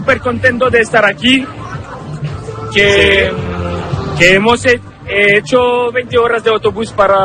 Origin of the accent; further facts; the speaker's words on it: Lyon, Auvergne-Rhône-Alpes, France; Spanish is a second language; A mí no me gusta el juego de Francia, pero soy francés y no lo niego, pero soy español y he visto el Mundial de 2006 con mis abuelos.